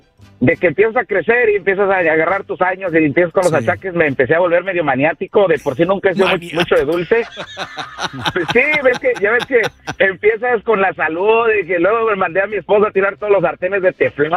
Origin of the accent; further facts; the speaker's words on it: Comitán, Chiapas, Mexico; yo vengo de Chiapas, precisamente, y ahorita que dieron el dato del refresco en el estado de Chiapas, me acordé